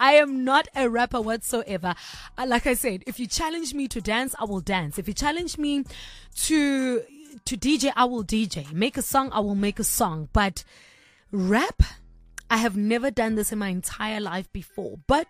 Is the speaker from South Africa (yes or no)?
yes; Cape Town, Western Cape, South Africa; born or raised there